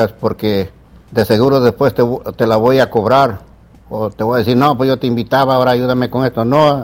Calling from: Puebla, Mexico; yo soy poblano, no soy de otro lado.

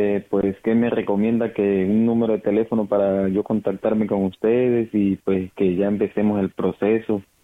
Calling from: North Charleston, South Carolina, United States; Sí, vivo en Sur Carolina, en North Charleston.

